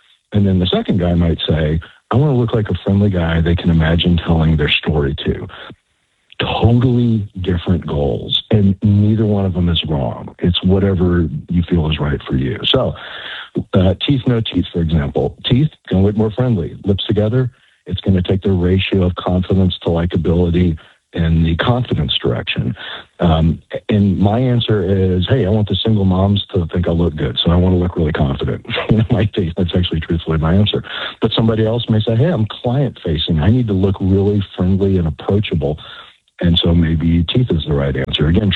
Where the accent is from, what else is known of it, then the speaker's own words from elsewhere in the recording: Texas, United States; I'm from Texas. I feel like our people are kind of similar, pretty friendly.